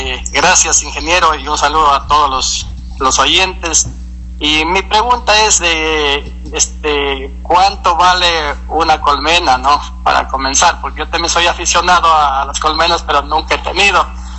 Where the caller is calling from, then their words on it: Loja, Ecuador; ya que yo también soy de Loja